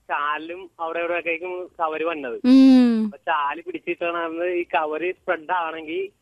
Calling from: Kumbalangi, Kerala, India; ഞാൻ എറണാകുളത്ത് നിന്ന്.

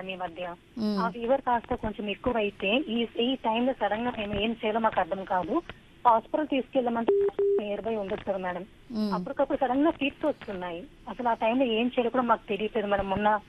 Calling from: Hyderabad, Telangana, India; నేను హైదరాబాద్ నుండి కాల్ చేస్తున్నాను.

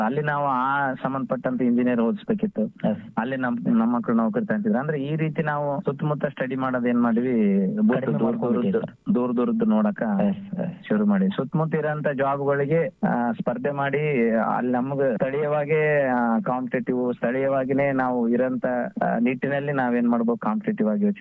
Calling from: Raichur district, Karnataka, India; ನಾವು ರಾಯಚೂರು ಜಿಲ್ಲೆಯವರು

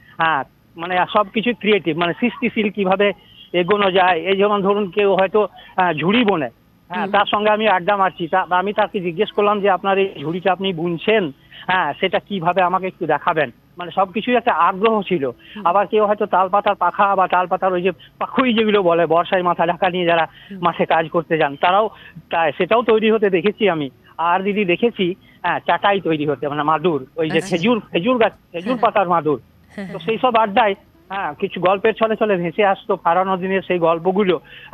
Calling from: Dubrajpur, West Bengal, India; আমি পশ্চিমবঙ্গের বীরভূম জেলার দুবরাজপুর থেকে … কথা বলছি।

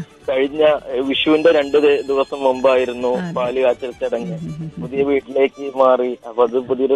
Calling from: Kollampadi, Kerala, India; മലപ്പുറം ജില്ലയിലെ അരീക്കോടിനടുത്ത് കൊല്ലമ്പടി.

